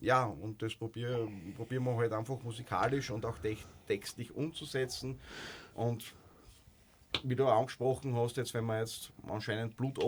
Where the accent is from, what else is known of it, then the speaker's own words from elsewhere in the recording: Graz, Styria, Austria; ja, wir sind aus Graz